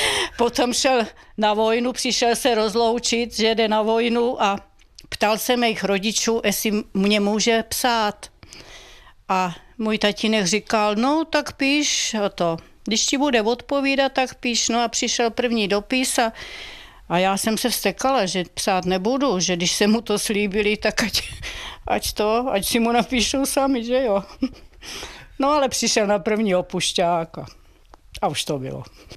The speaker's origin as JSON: {"language": "Czech", "town": "Brandýs nad Orlicí", "region": "Pardubice Region", "country": "Czechia", "tie": "born or raised there", "said": "dojížděla jsem z Brandejsa do Ústí na Gympl a z Brandejsa do Litomyšle na Pajdák"}